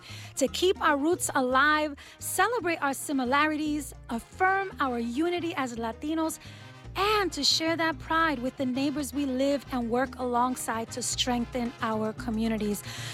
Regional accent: United States; born there; and I am half Puerto Rican on my father's side, and on my mother's side, I'm Ecuadorian and Colombian, and I was born here.

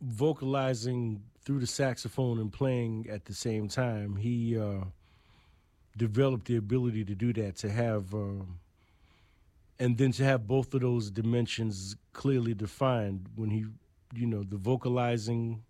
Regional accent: New York City, New York, United States; I grew up in East New York, Brooklyn

